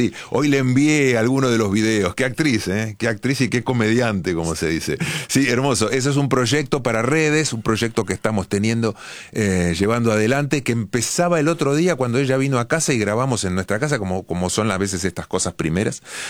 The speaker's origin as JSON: {"language": "Spanish", "town": "Béccar", "region": "Buenos Aires Province", "country": "Argentina", "tie": "born or raised there", "also_born_or_lived": "Acassuso / Rome", "said": "Yo soy de la ciudad de Buenos Aires, me crié en el barrio de Bécar. Nací en Buenos Aires, pero me crié en el barrio de Bécar, en la parte un poquito más humilde de la estación hacia la Panamericana."}